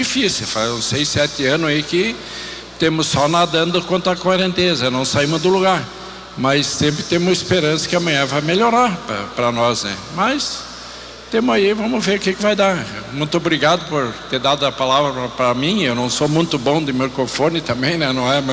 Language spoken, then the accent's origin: Portuguese; Sobradinho, Rio Grande do Sul, Brazil; also born or lived in Arroio do Tigre; Eu também sou sobradiense lá do Tamanduá, né?